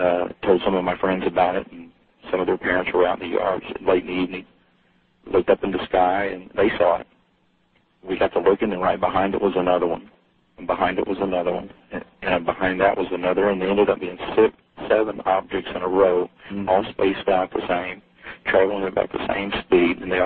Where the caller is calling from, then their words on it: League City, Texas, United States; I'm calling from League City, Texas.